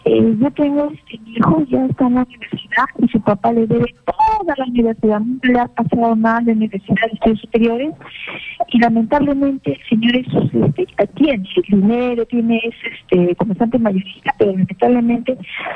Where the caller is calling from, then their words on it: Lima, Peru; soy de la Victoria.